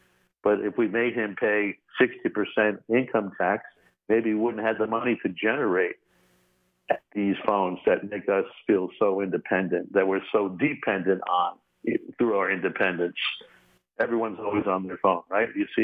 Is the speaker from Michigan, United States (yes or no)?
no; Brentwood, New York, United States; also born or lived in San Antonio, Texas; I was born in San Antonio, Texas, when my father was in the service and lived there on Randolph Air Force Base for a year. Then back to my parents' roots in New York.